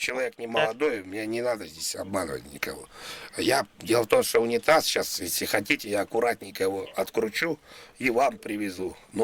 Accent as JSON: {"language": "Russian", "region": "Moscow", "country": "Russia", "tie": "born or raised there", "said": "Я москвич коренной, я не замкад, все нормально. Я москвич коренной. Я живу напротив башни Останкино."}